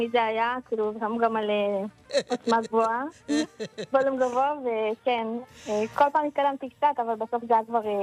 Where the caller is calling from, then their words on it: Rishon LeZion, Central District, Israel; אנחנו מראשון לציון